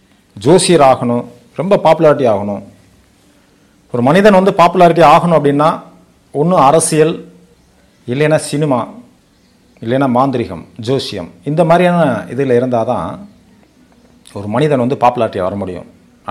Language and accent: Tamil; Ilayangudi, Tamil Nadu, India; also born or lived in Paramakudi; நான் வந்து என்னுடைய பூர்வீகம் சிவகங்கை மாவட்டத்தை சேர்ந்த இளையான்குடி அப்படிங்கிறது தான் என்னுடைய பூர்வீகம். அங்கே தான் நான் பிறந்தது. சுமார் ஒரு 12 வயசு வரைக்கும் நான் அங்கே தான் இருந்தேன்.